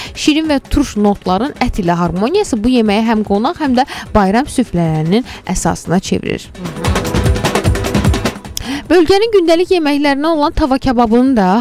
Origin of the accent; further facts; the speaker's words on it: Baku, Azerbaijan; Mən özüm Bakıdanam.